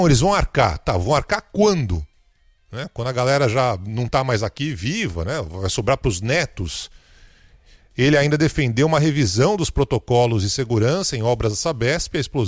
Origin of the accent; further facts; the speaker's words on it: São Paulo, Brazil; born there; moved away; eu sou sudestino, nasci em São Paulo, né?